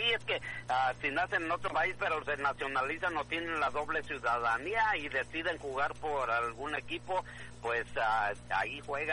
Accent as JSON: {"language": "Spanish", "country": "Mexico", "moved": "yes", "lives_now": "United States", "said": "Yo, México, no lo cambio por nada del mundo. Sigo siendo mexicano."}